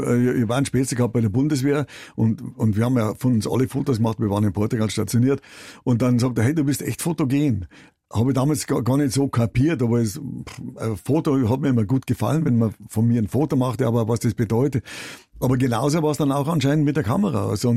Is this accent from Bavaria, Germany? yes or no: yes; Bavaria, Germany; born there; Das geht nicht, sag ich, ich bin hier in Bayern geboren, ich liebe meinen Glauben, ich liebe diese Kultur und alles hier und her